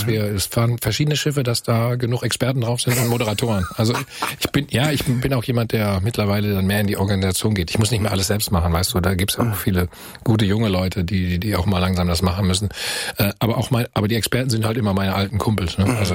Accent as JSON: {"language": "German", "town": "Bielefeld", "region": "North Rhine-Westphalia", "country": "Germany", "said": "ich komme aus Bielefeld, aus der Ecke"}